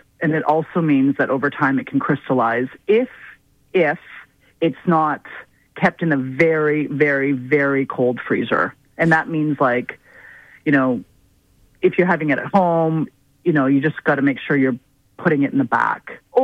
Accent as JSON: {"language": "English", "country": "Canada", "tie": "born or raised there", "said": "growing up here in Canada"}